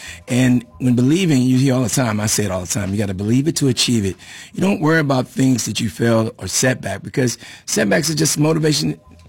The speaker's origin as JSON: {"language": "English", "town": "Suitland", "region": "Maryland", "country": "United States", "tie": "born or raised there", "said": "We lived, I grew up in Suitland, Maryland, and went to Suitland High School, go Rams."}